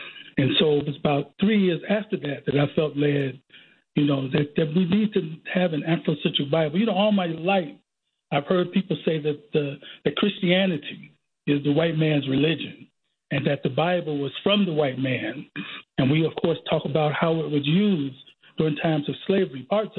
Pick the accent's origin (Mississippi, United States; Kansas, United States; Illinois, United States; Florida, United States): Illinois, United States; Chicago; Well, born and raised in Chicago, Illinois, both in the Cabrini Green and West Englewood area. I came from a family of 8. Of course, attended school in Chicago at Harper High School